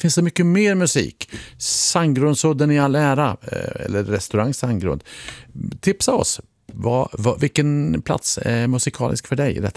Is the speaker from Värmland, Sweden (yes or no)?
yes; Värmland, Sweden; Men jag säger att jag kommer från Värmland.